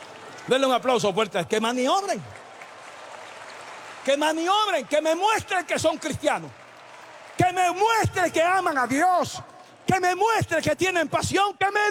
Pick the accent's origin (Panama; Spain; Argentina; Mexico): Panama; Yo soy el panameño.